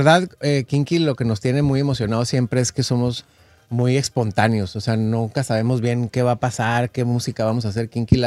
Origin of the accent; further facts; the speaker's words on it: Monterrey, Nuevo León, Mexico; also born or lived in Chihuahua; Yo nací en Chihuahua, pero crecí en Monterrey.